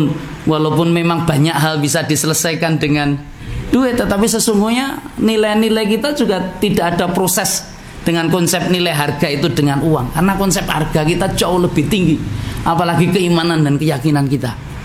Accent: Papua, Indonesia; karena kebetulan saya ini orang Papua dan seterusnya

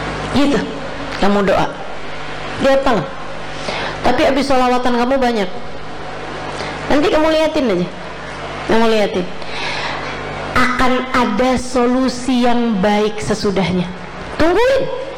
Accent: Indramayu, West Java, Indonesia; moved away; Indramayu, kampung kami

